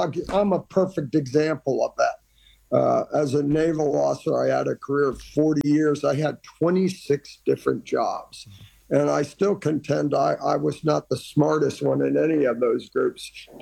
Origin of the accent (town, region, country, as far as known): Iran; born or raised there